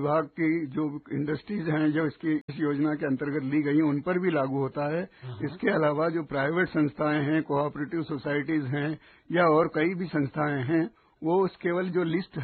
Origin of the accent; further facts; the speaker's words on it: Dhamnod, Madhya Pradesh, India; born or raised there